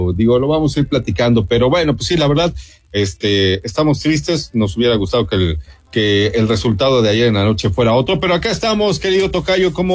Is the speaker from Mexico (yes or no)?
yes; Mexico; yo soy un mal mexicano, ¿no? Soy mal mexicano